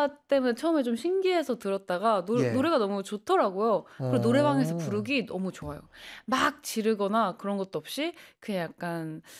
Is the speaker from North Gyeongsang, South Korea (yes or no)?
no; Cheongju, North Chungcheong, South Korea; now in Seoul, South Korea; 진짜로 저는 청주에서 올라왔잖아요. 지방 출신이잖아요.